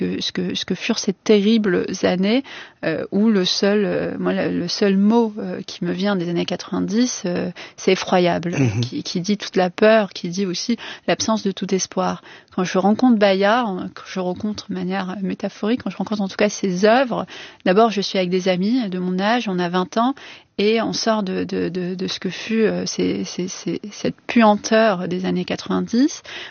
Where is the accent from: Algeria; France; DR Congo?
Algeria; born there; moved away as an adult; Oui, je reviens à 8 ans. Mon père nous ramène en Algérie